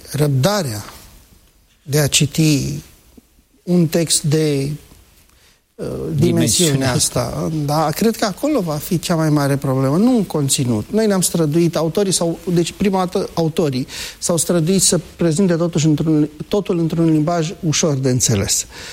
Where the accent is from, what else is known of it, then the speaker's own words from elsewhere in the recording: Romania; chiar dacă suntem din România.